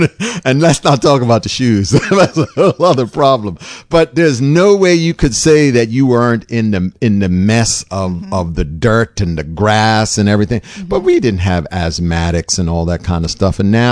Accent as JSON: {"language": "English", "region": "St. George's", "country": "Bermuda", "said": "I'm from St. George's."}